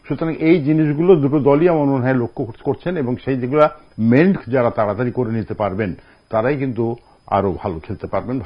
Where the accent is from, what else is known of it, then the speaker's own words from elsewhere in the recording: Kushtia, Khulna Division, Bangladesh; আমার বাড়ি কুষ্টে